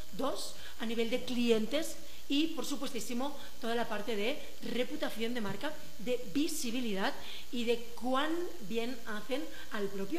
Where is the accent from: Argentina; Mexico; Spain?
Spain; los foráneos como yo, que yo vengo de España, podamos disfrutar con muchísima más seguridad y llevarnos ese pedacito del Ecuador a nuestros países de origen.